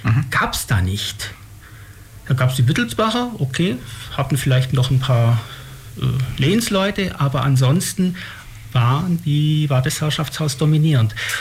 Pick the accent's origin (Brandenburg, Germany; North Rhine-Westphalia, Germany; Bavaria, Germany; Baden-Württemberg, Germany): Bavaria, Germany; Obenhausen; dann weiter nach Obenhausen, wo ich herkomme, Obenhausen gehört zur Gemeinde Buch, 5 Kilometer östlich von Illertissen.